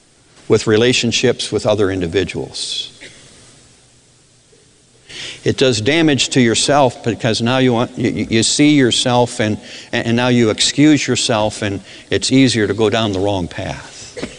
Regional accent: Midwest, United States; moved away; I grew up in the Midwest. It gets cold up there.

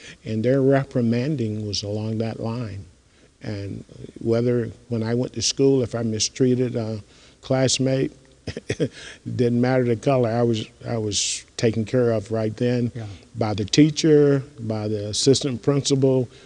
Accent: Roanoke Rapids, North Carolina, United States; I grew up in North Carolina.

